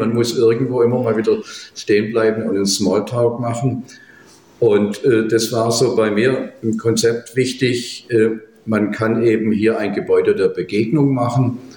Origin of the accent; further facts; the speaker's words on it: Swabia, Germany; now in Berlin, Germany; Und ich als Schwabe kam dann auf die Idee, da müssen wir einen Verein gründen.